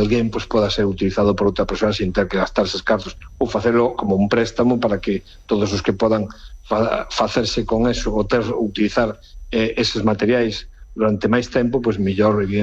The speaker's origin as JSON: {"language": "Galician", "town": "Lugo", "region": "Galicia", "country": "Spain", "said": "como no caso meu, que son de Lugo, e aquí temos o San Froilán"}